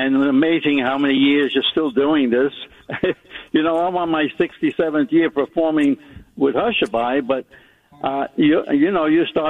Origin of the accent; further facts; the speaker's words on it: Brooklyn, New York, United States; In Bensonhurst, Brooklyn.